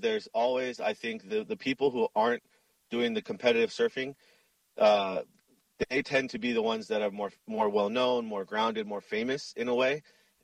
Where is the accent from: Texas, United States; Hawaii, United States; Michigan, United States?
Hawaii, United States; for me, being a waterman is just being Hawaiian